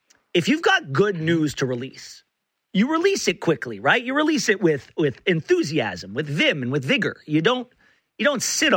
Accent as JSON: {"language": "English", "country": "Canada", "said": "I'm speaking as a Canadian."}